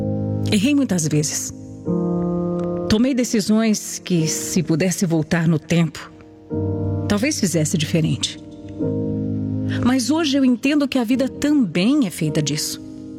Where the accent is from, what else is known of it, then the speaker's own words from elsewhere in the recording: Brasília, Federal District, Brazil; born there; Eu nasci em Brasília e depois que os meus pais se separaram, eu fiquei bem rebelde.